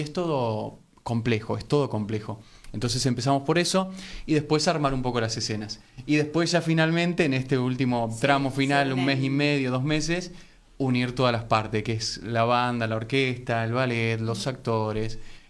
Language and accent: Spanish; Río Negro, Argentina; moved away as an adult; now in Buenos Aires, Argentina; yo hace muy poco que estoy en Buenos Aires, hace 5 meses aproximadamente. Yo vengo del interior de Río Negro.